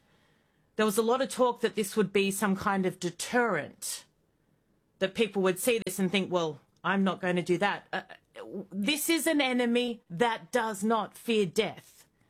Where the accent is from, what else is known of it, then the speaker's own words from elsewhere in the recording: Australia; And yes, it's a we. Yes, I'm an Aussie. I need you at the top of your game, or my country's screwed.